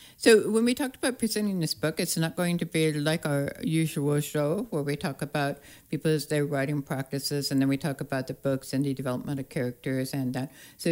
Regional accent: Spokane County, Washington, United States; born, raised, and conceived in Spokane County, as I was.

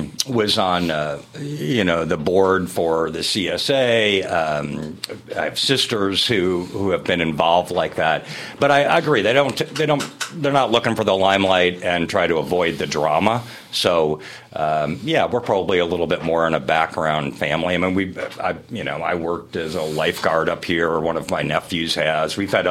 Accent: Kalamazoo, Michigan, United States; moved away; I like Kalamazoo, and that's technically my hometown

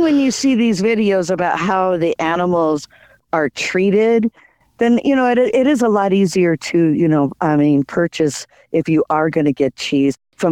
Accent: Wisconsin, United States; I mean, I grew up in Wisconsin, so I really like cheese

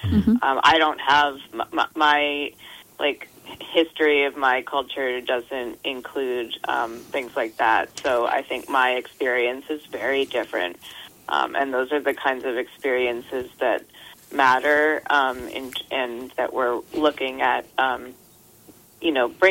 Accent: Massachusetts, United States; as a white woman growing up in Massachusetts, I always felt, you know, growing up specifically in, you know, rural or sort of a wooded area

